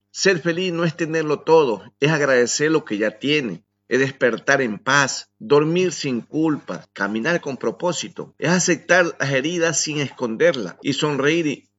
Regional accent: Amazon, Ecuador; como católico que soy, como ecuatoriano que vengo de la mitad del mundo, de esa alta Amazonía, allá en nuestro Ecuador. Mi Ecuador lindo del alma.

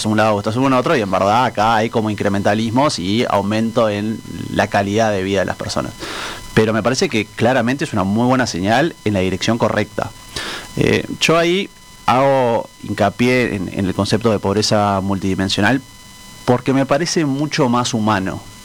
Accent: Uruguay

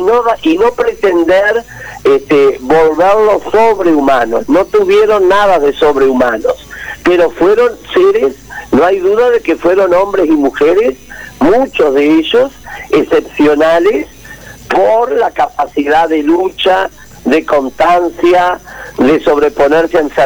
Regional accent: Uruguay

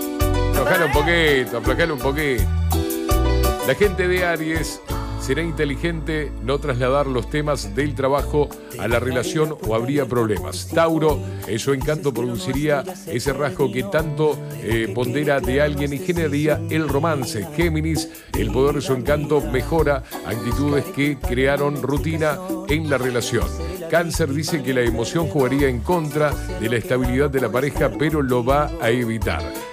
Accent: Uruguay; y si no, no somos uruguayos tampoco.

